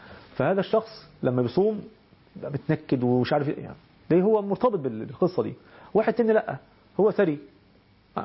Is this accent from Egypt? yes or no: yes; Egypt; إحنا بنسميه عندنا في مصر النهاردة يسموه ترند